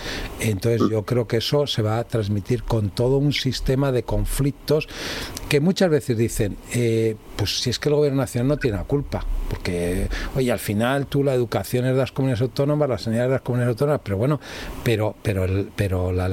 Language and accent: Spanish; Spain; yo siento decir esto porque me siento español, aunque no tengo mucho sentimiento de identidad, que he vivido en muchas partes